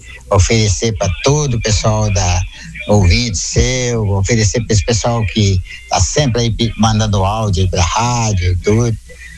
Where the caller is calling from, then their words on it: Brazil; aqui de Monte Sinais, Vermelha.